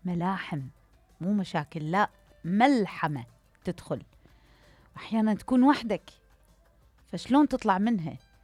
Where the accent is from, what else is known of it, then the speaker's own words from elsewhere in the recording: Iraq; احنا كعراقيين